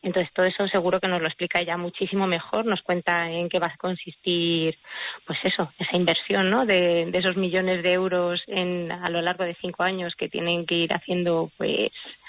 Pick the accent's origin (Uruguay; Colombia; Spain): Spain; Archilla, Castilla-La Mancha; Celia es de mi pueblo, de Archilla